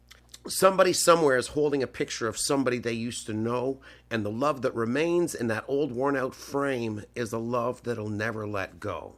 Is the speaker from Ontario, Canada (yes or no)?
yes; St. Catharines, Ontario, Canada; I'm an independent artist. I grew up in St. Catharines, Ontario.